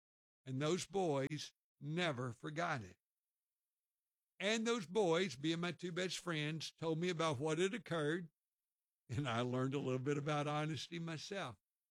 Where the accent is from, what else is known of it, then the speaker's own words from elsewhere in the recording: Texas, United States; Loosen up. We're from Texas.